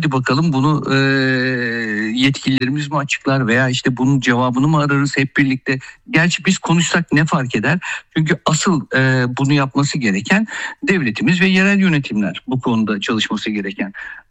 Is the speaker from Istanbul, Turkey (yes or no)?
yes; Istanbul, Turkey; İstanbul'da bir sokaklarda büyüdük. Futbol sahalarında, toprak futbol sahalarında büyüdük.